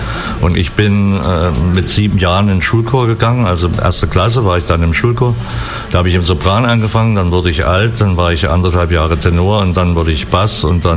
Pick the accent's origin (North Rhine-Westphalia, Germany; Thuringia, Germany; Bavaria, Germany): Thuringia, Germany; Das als Thüringer mal original zu sagen.